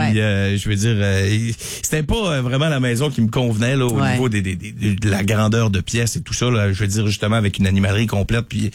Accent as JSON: {"language": "French", "town": "Saguenay", "region": "Quebec", "country": "Canada", "also_born_or_lived": "Kenogami", "said": "Je suis parti de chez nous à Chicoutimi pour aller à Kenogami"}